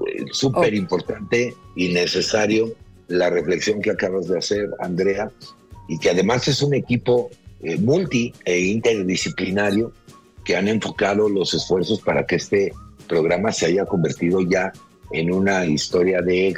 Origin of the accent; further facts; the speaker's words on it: Mexico; gracias como mexicano, como médico